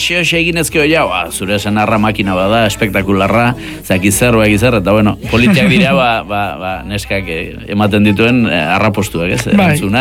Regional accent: Errenteria, Basque Country, Spain; born there; ni Santa Clara kalean sortu nintzen Errenterian, horretan, eta Arkaitz Goiko kalean.

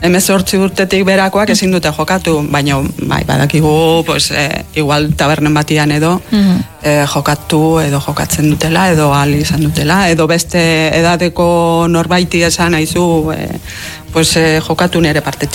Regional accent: Errenteria, Basque Country, Spain; prestatu ditugu itzaldiak jende arruntantzako, gure herrian, errenterian, jendeantzako

